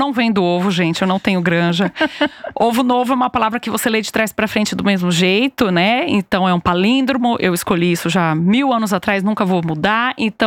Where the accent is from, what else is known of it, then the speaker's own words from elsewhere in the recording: São Paulo, Brazil; mas não sou descendente de japoneses. Mas como eu cresci em São Paulo, eu acho que eu cresci muito cercada dessas pequenas coisas na cultura, né?